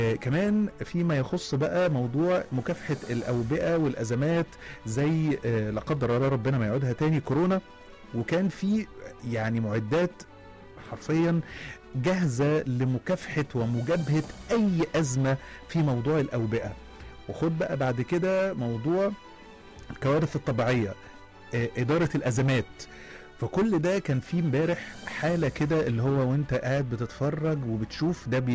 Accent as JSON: {"language": "Arabic", "country": "Egypt"}